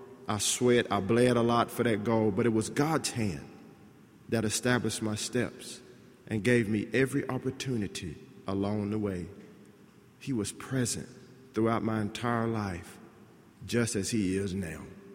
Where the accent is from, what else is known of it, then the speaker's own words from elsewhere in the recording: Texas, United States; You know, the Cowboys could have drafted me, by the way. I'm from Texas.